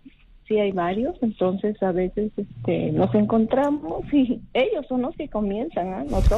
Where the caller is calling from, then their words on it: Sullana, Piura, Peru; Desde Sullana